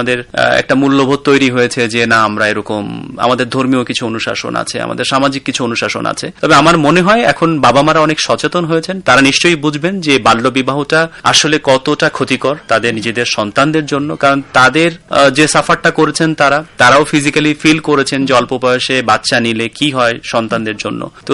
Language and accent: Bangla; Bangladesh; আমার দেশে আমি সবাই এখনো অনেকে জানে না যে আমি বাংলাদেশি।